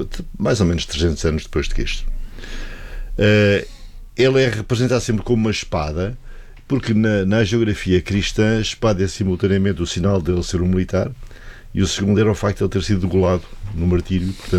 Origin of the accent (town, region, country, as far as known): Portugal